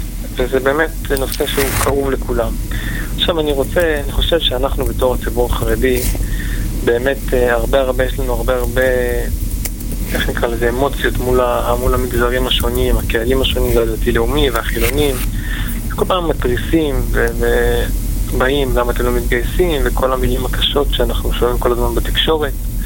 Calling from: Northern Israel, Israel; מאזור הצפון.

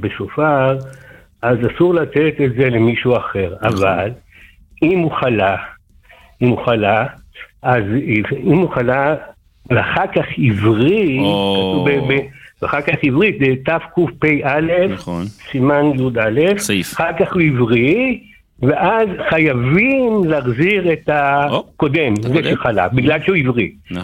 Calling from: Bnei Brak, Tel Aviv District, Israel

